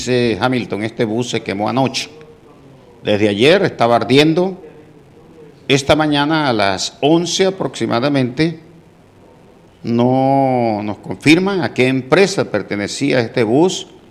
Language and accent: Spanish; Zambrano, Bolívar, Colombia; moved away; Nosotros nos criamos jovencíticos, nacimos en Zambrano, y hasta temprana edad que estuvimos allá, cuando nos tocó venirnos para poder estudiar, fuimos vecinos allá prácticamente